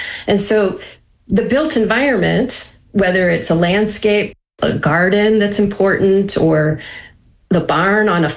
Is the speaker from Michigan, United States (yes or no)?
yes; Michigan, United States; I'm from Michigan, so there's a lot of water there, right?